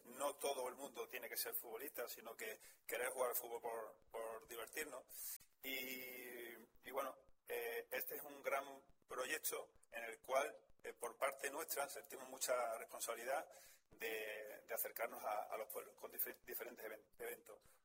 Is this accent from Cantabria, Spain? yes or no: no; Lepe, Andalusia, Spain; soy muy joven, no me conocéis, llevo toda la vida en el fútbol, yo soy de Lepe, soy de San Roque de Lepe, pero principalmente soy del Recreativo de Huelva.